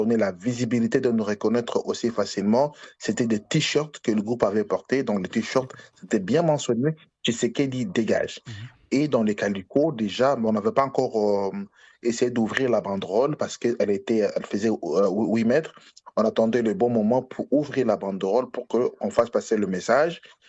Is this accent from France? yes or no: no; DR Congo; D'ailleurs, ça nous renforce de continuer parce qu'on dit on est Congolais jusqu'à la mort.